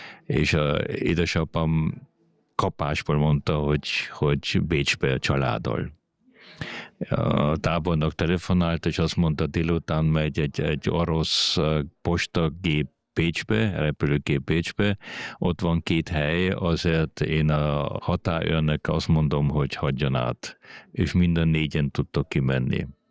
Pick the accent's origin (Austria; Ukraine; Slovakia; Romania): Austria; Vienna; also born or lived in Hungary; Mi otthon csak magyarul beszéltünk, és egy bécsi iskolákba mentem